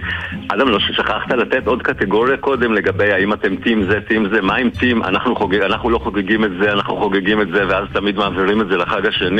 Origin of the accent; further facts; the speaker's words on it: Jerusalem, Jerusalem District, Israel; ואני גדלתי בירושלים